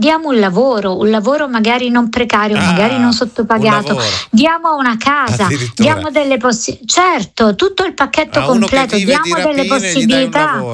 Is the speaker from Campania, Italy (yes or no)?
yes; Naples, Campania, Italy; Io sono cresciuta a Napoli, in altre zone della città, però conosco la mia città d'origine